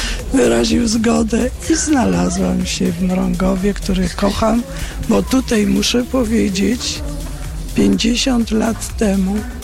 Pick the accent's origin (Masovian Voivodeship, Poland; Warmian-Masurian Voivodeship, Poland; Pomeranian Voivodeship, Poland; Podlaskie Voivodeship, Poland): Warmian-Masurian Voivodeship, Poland; Bartoszyce; moved away as an adult; also born or lived in Kraków; urodziłam się w Bartoszycach, przy ośrodku szkolno-wychowawczym. I tam spędziłam część mojego życia, największą, ponad do 20 roku mojego życia.